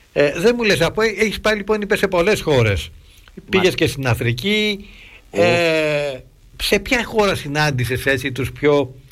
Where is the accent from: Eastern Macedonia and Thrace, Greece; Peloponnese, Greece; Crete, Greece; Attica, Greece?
Peloponnese, Greece; Mani; Είμαι από τη Μάνη.